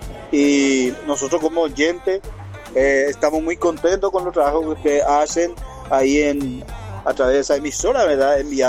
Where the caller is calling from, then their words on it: Emboscada, Cordillera, Paraguay; Acá tiempo nubladito, en emboscada como para llover ya otra vez